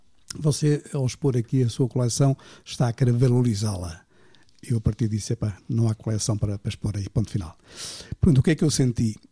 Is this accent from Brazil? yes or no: no; Penamacor, Centro, Portugal; born there; moved away; lá na minha aldeia, lá em Panamacor